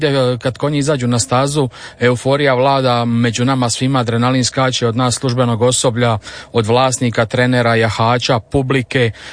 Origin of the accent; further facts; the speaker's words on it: Split, Split-Dalmatia County, Croatia; ja sam inače iz Splita